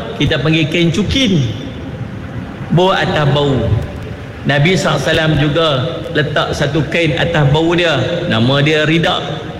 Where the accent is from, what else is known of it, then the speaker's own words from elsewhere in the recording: Kedah, Malaysia; Kita duduk Kedah ni, lebih kurang saya lah. Saya ni asal orang Relih. Mak saya orang Bendang, ayah saya orang Bendang.